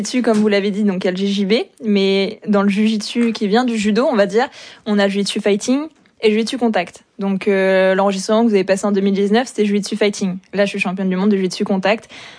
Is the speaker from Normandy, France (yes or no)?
no; La Chapelle-la-Reine, Île-de-France, France; Alors moi, je viens de La Chapelle-la-Reine, et mon club actuellement, c'est à Asnières-sur-Seine.